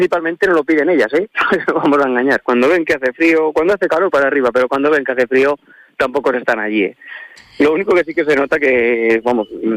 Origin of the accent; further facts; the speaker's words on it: Castilla-La Mancha, Spain; moved away; Vamos, que yo soy de aquí, de La Mancha